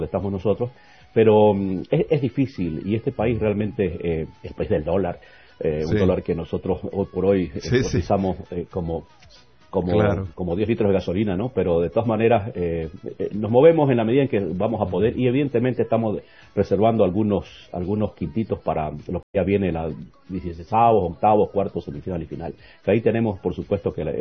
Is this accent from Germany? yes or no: yes; Germany; Yo soy hincha de Alemania, uh-huh, también, porque soy alemán.